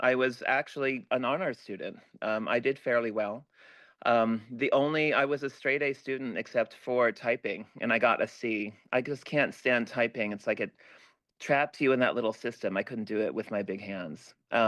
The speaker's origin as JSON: {"language": "English", "region": "Texas", "country": "United States", "tie": "born or raised there", "also_born_or_lived": "Idaho / Colorado", "said": "I went to public school, the American public school system, growing up in Texas and Idaho and Colorado."}